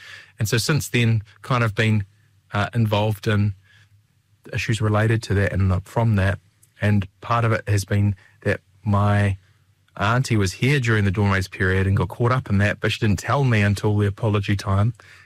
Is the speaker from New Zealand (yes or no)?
yes; Dunedin, Otago, New Zealand; born there; I was born in Dunedin, and my mum met my dad, who had come over from Samoa.